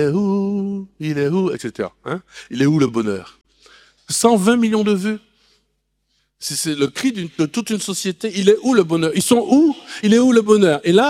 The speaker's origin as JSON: {"language": "French", "country": "Martinique"}